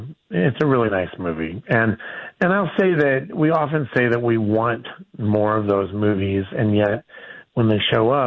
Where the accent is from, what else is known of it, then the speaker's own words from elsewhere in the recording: Iowa, United States; moved away as an adult; now in Colorado, United States; I grew up in Iowa. I spent almost 25 years there before I moved to Colorado. And I had lived in Colorado several years